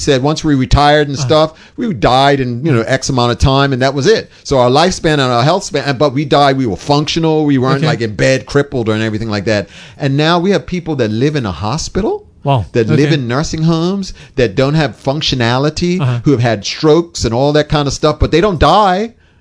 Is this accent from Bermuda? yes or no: yes; Bermuda; I'm a Bermudian, I'm not American